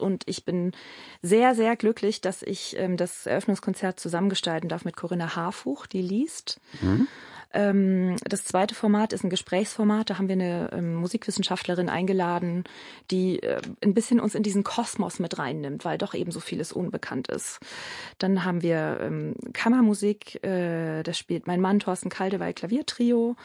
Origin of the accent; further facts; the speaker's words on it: Berlin, Germany; dass es sich doch perfekt eignet, als Berliner einen Ausflug zu machen nach Wannsee.